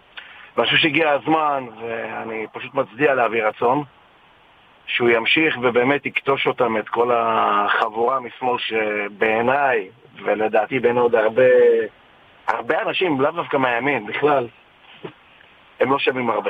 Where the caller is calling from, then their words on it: Nahariya, Northern District, Israel; אני אגב מנהריה, אני תושב הצפון